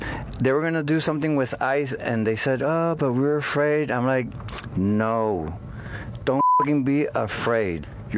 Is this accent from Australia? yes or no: no; Puerto Rico; I'm from Puerto Rico.